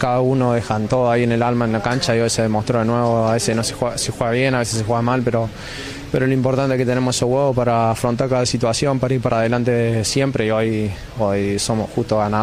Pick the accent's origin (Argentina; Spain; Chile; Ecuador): Argentina; se sufre como no vamos a sufrir si sos argentino